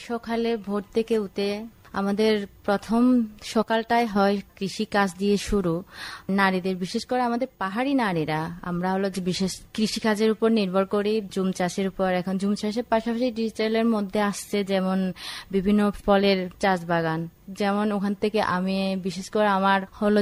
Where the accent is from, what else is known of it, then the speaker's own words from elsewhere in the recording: Chittagong Hill Tracts, Bangladesh; Bangla is a second language; আমরা তো মানে সিদ্ধ জাতীয় বেশি খাই আর কি চাকমারা।